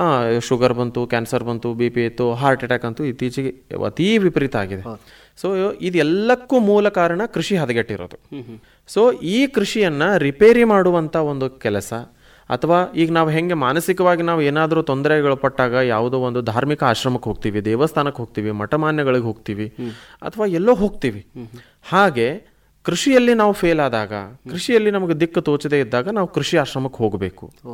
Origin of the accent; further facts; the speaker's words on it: Manuguli, Karnataka, India; ವಿಜಯಪುರ ಜಿಲ್ಲೆಯ ಬಸವನ ಬಾಗೇವಾಡಿ ತಾಲೂಕಿನ ಮನುಗುಳಿ ಪಟ್ಟಣದ ಒಬ್ಬ ಸಾವಯವ ಕೃಷಿಕ ಮತ್ತು ಸಾವಯವ ಕೃಷಿ ತರಬೇತಿದಾರ ಕೂಡ.